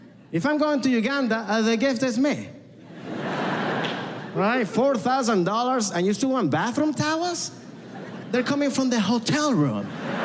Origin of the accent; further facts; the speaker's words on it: Venezuela; I don't know how you do things in Mexico. I was like, what? I'm from Venezuela.